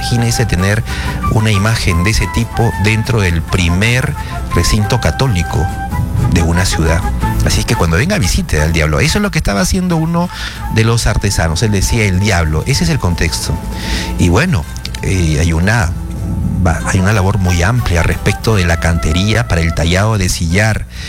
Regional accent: Peru; Es nuestro compromiso como peruanos.

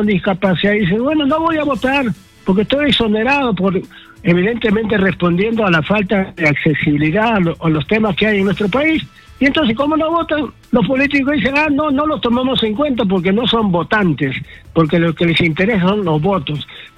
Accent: Peru; todos los 34 millones de peruanos

